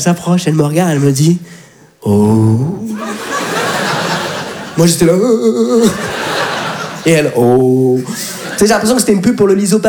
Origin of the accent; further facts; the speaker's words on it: France; Je dis, mais papa, mais on est de France.